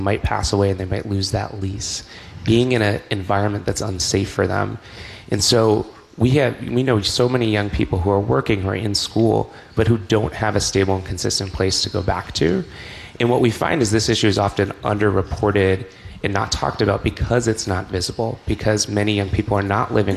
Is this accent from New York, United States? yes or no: no; Westboro, Massachusetts, United States; growing up in Westboro, I had the opportunity to represent my town as part of this statewide service initiative that takes one eighth grader from every city and town in Massachusetts